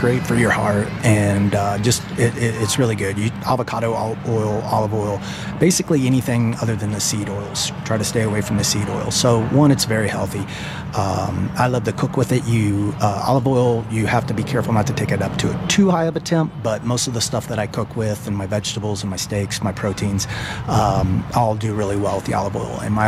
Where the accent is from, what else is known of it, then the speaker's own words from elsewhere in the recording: Ohio, United States; born there; also born or lived in the South; now in Heber, United States; I'm from the Midwest originally, Ohio.